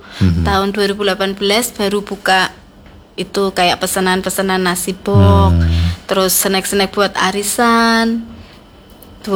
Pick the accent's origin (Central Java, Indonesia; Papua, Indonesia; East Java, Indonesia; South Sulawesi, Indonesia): Central Java, Indonesia; Semarang; Saya dari Papandayan Kalilangse.